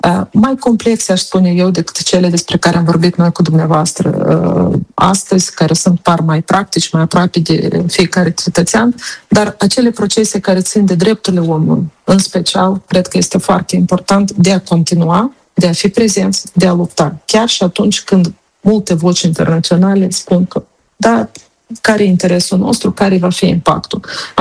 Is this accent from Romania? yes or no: no; Moldova; now in Geneva, Switzerland